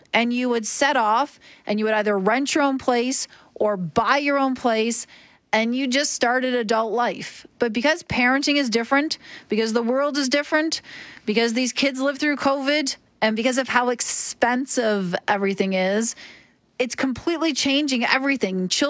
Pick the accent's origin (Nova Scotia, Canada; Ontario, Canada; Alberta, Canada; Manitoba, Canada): Ontario, Canada; Oshawa; I grew up in Oshawa, which is outside Toronto.